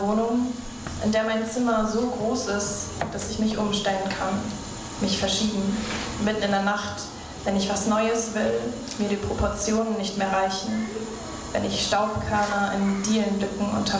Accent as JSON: {"language": "German", "region": "Northern Germany", "country": "Germany", "moved": "yes", "lives_now": "Leipzig, Germany", "said": "ich komme hier aus dem Norden, ganz weit auf, aus Deutschland."}